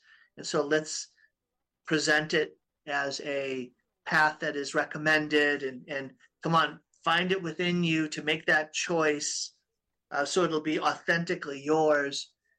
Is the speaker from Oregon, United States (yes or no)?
no; Boston, Massachusetts, United States; moved away; Yeah, I grew up in Boston